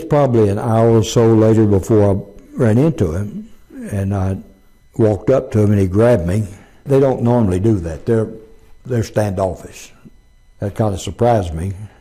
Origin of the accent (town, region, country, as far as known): Arkansas, United States